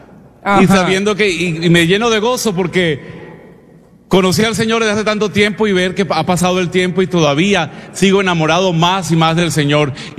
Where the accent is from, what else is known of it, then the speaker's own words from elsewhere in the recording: Caracas, Capital District, Venezuela; Yo soy de Caracas, Venezuela. Y estoy conociendo al Señor desde que tenía muy pequeño, desde que tenía 12 años.